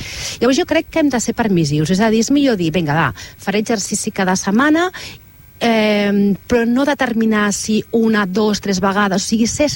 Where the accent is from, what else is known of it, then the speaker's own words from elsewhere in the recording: Barcelona, Catalonia, Spain; now in Altafulla, Spain; com a Barcelonina afincada a Altafulla